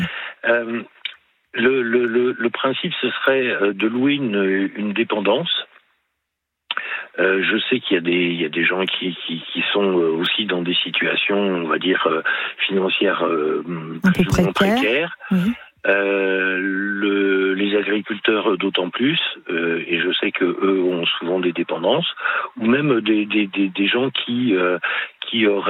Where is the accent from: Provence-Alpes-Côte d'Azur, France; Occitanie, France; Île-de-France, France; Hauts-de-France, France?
Île-de-France, France; Palaiseau; born there; now in Moselle, France; Moi, je suis d'origine en région parisienne.